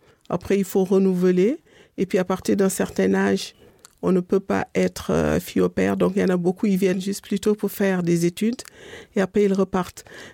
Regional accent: Dakar, Senegal; moved away as an adult; also born or lived in London / Paris; now in Luxembourg; Donc mes parents viennent de ces deux régions, mais ils se sont installés à Dakar. Donc je suis née, j'ai grandi, j'ai vécu toute ma vie à Dakar jusqu'à 25 ans.

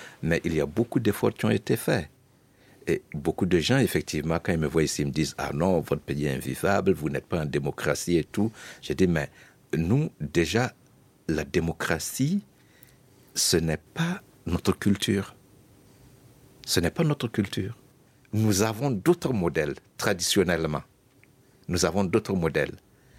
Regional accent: Burkina Faso; je suis au Burkina. Et je suis Burkinabé.

